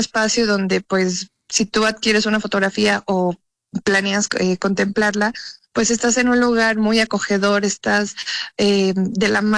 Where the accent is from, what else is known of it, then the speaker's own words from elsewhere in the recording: Mexico; born there; soy boliviana, mexicana, nací aquí en México, pero pues mis raíces son bolivianas. Pues el hecho de conectar mis dos países me enorgullecen